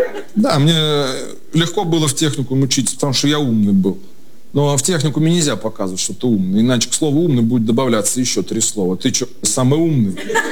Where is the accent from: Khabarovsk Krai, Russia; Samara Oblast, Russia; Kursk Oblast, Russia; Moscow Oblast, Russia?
Kursk Oblast, Russia; Kursk; Я из Курска. Часто в него езжу. Курск меняется, мне нравится за этим наблюдать.